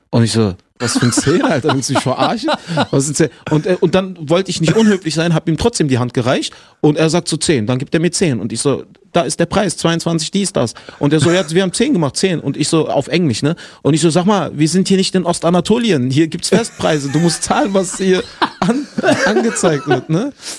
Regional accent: Berlin, Germany; now in Berlin-Spandau, Germany; Geboren, aufgewachsen in Berlin.

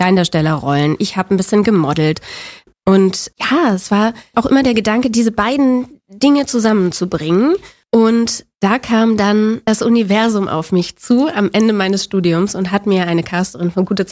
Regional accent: Berlin, Germany; ich bin in Spandau groß geworden.

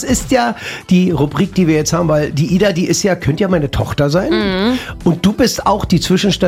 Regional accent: East Germany, Germany; Also ich komme ja aus dem Osten, da war das selbstverständlich.

